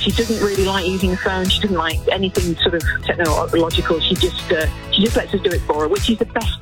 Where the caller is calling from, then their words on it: Pontefract, Yorkshire and the Humber, United Kingdom; From Pontefract.